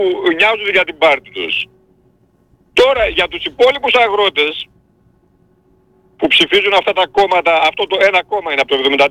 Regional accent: Greece; εγώ δεν είμαι πόντιος, αλλά γενικά είμαι Έλληνας όμως

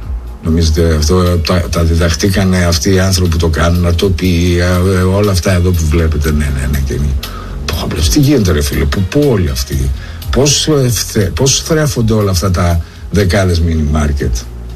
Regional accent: Greece; also born or lived in Athens

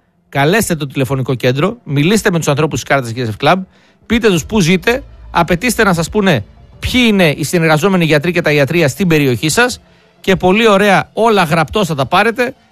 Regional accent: Greece; Γιατί είμαστε Έλληνες.

